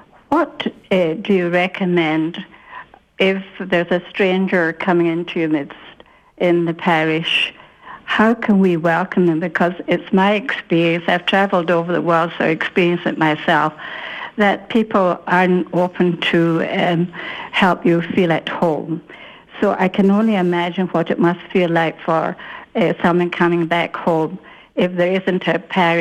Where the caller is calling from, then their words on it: Toronto, Ontario, Canada; I'm from Toronto.